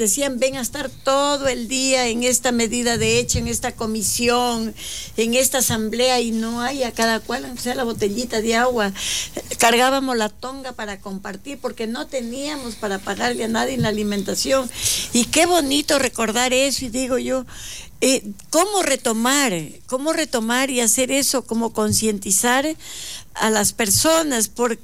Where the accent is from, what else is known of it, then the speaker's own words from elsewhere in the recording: Sucumbíos, Ecuador; la gente de Sucumbío y Orellana, en este caso, tengamos trabajo